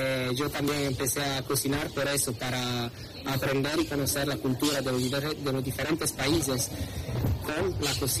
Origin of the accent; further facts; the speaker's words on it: Piedmont, Italy; Spanish is a second language; moved away as an adult; now in Uruguay; platos de mi pueblo, de Piemonte